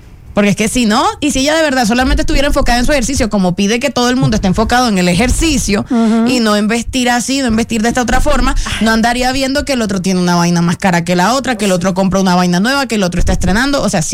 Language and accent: Spanish; Ceres, Argentina; Cuando yo estaba de vacaciones en el pueblo donde yo soy, Ceres de Córdoba